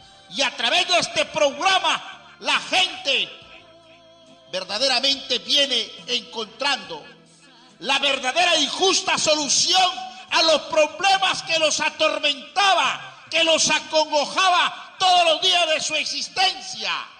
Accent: Mayascón, Lambayeque, Peru; Mi tierra natal, y algún día que usted vaya a ese caserío o a ese pueblo, como lo quiera llamar, pueblito pequeño llamado Mayascón, ahí pregunte por

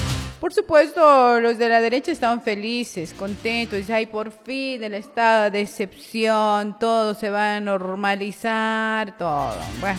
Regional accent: Bolivia; protegemos primero nuestra dignidad como bolivianos y bolivianas

